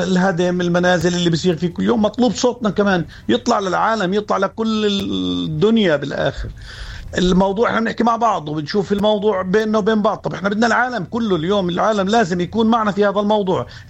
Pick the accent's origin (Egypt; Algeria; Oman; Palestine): Palestine; انا كمواطن فلسطيني من عايش الحاله.